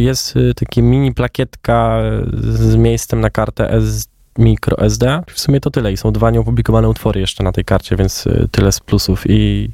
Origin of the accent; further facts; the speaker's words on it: Warmian-Masurian Voivodeship, Poland; ja pochodzę z okolic Ostródy